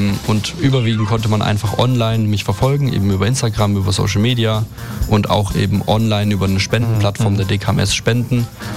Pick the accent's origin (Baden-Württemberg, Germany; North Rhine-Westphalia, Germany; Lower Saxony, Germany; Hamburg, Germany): Baden-Württemberg, Germany; Crailsheim; aber auch vermehrt einfach aus Kreilsheim, aus meinem Heimatort.